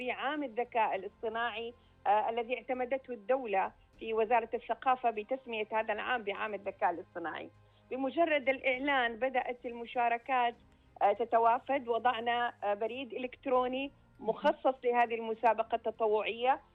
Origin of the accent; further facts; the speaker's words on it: Saudi Arabia; والمرأة اليوم تقول نحن قادرات بنات السعودية أن ننقل للعالم مصدر فخرنا واعتزازنا بقيادتنا الرشيدة، بهذا الوطن العظيم، بهذه السعودية العظمى